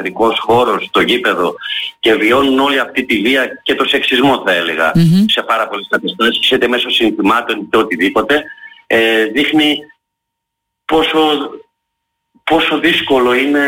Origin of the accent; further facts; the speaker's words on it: Heraklion, Crete, Greece; γιατί είμαι Ηρακλειώτης